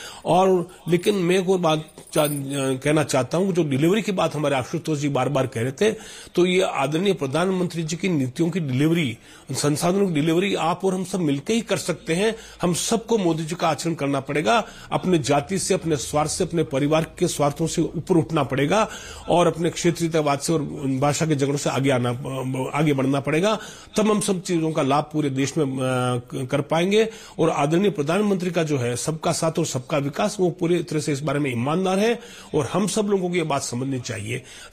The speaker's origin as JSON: {"language": "Hindi", "town": "Udaipur", "region": "Rajasthan", "country": "India", "tie": "born or raised there", "moved": "yes", "lives_now": "Bengaluru, India", "said": "मैं कर्नाटक से हूँ और उदयपुर का हूँ, मूल उदयपुर का हूँ, वैसे कर्नाटक से हूँ।"}